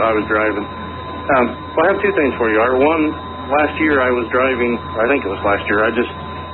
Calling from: Indianapolis, Indiana, United States; I come back from Illinois going towards Indianapolis, so I'm calling from Indianapolis.

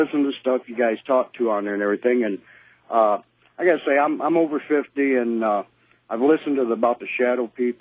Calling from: Battle Creek, Michigan, United States; Battle Creek, Michigan.

